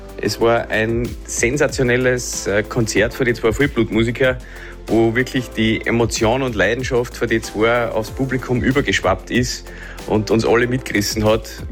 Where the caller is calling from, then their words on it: Kuchl, Salzburg, Austria; aus Kuchl.